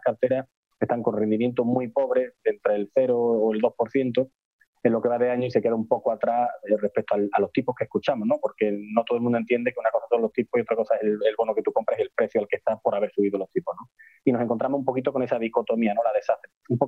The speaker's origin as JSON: {"language": "Spanish", "region": "Galicia", "country": "Spain", "said": "como buen gallego depende"}